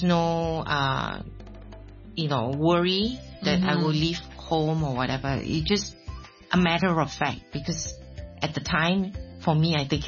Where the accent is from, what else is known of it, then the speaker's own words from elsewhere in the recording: Malaysia; moved away as an adult; now in Hong Kong; I'm a Malaysian who has been living in Hong Kong nearly 40 years.